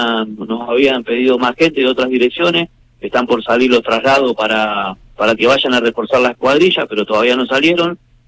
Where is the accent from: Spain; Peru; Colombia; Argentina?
Argentina; Santa Fe